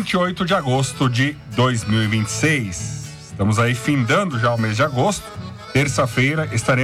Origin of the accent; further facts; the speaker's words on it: Rio Grande do Sul, Brazil; nós, tradicionalistas, somos gaúchos os 365 dias por ano.